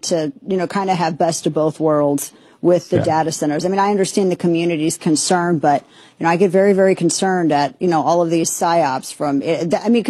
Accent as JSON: {"language": "English", "region": "Missouri", "country": "United States", "tie": "born or raised there", "said": "You know, in my hometown of Missouri, they got rid of most of the city council over a data center."}